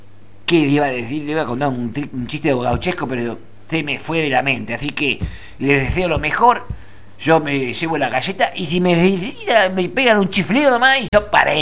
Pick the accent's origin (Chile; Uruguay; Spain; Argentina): Argentina; por los años que llevo siendo argentino